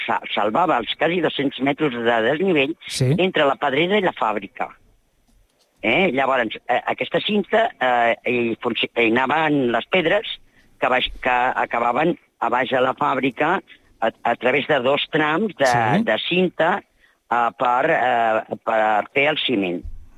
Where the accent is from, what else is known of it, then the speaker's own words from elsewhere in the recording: Catalonia, Spain; tots els que som del Baix Llobregat